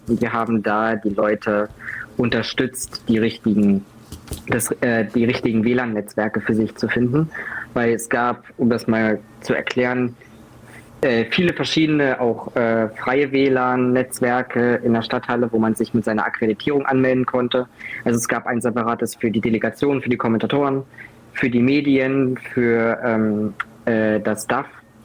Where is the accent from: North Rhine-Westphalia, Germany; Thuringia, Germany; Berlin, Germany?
Thuringia, Germany; Heyerode; moved away as an adult; now in Leipzig, Germany; Ich bin 21 Jahre alt und ich komme aus Heirode. Das ist ganz in der Nähe von Eschwege, also noch in Thüringen. Ich wohne aktuell in Leipzig